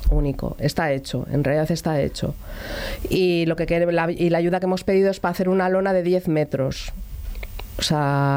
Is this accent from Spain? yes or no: yes; Sestao, Basque Country, Spain; Somos todas mujeres de Sestao vinculadas al municipio.